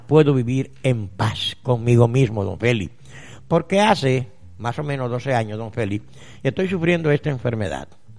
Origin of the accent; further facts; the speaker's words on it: Guapi, Cauca, Colombia; me volví para la costa, o sea, para Guapi, de donde soy, y volví y me enfermé.